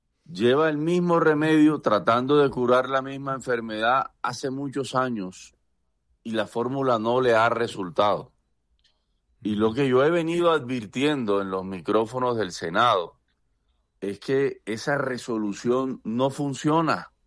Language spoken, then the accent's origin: Spanish; Córdoba, Colombia; como costeño y cordobés que soy